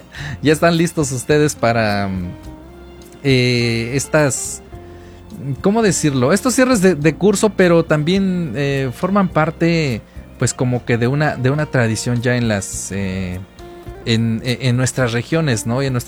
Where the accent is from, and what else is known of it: Mexico